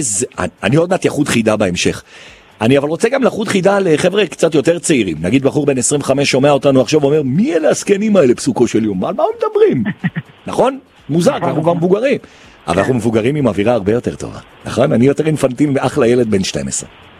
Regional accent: Jerusalem, Jerusalem District, Israel; כי אני ירושלמי גאה

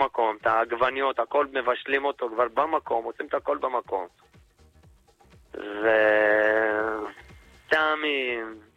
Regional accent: Petah Tikva, Central District, Israel; מפתח תקווה

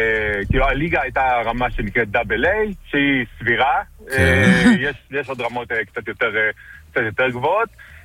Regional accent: Bat Yam, Tel Aviv District, Israel; also born or lived in Metula; שם גדלתי כילד

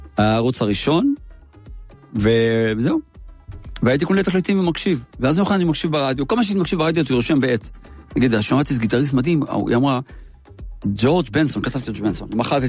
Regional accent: Yeruham, Southern District, Israel; נולדתי בירוחם.

